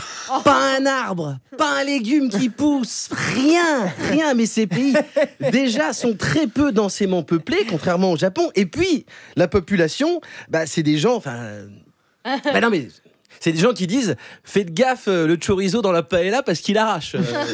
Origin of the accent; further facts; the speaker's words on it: Vaulx-en-Velin, Auvergne-Rhône-Alpes, France; born there; moi je suis né à Voix-en-Velin, l'escape game il a commencé à ma naissance, j'y suis encore.